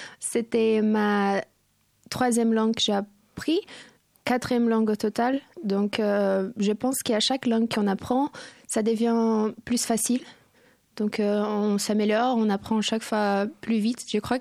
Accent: Brazil; je viens du Brésil, mais moi j'ai une double nationalité portugaise, donc une partie de ma famille vient du Portugal aussi

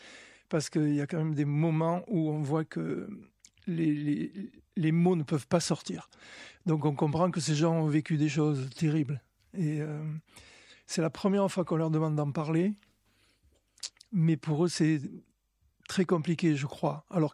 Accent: Provence-Alpes-Côte d'Azur, France; Alors, je vais peut-être répondre en français parce que je suis provençal.

